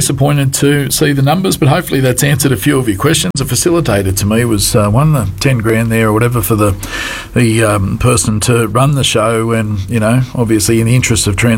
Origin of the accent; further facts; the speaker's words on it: Wee Waa, New South Wales, Australia; I come from Wee War, as a lot of people know, and grew up out there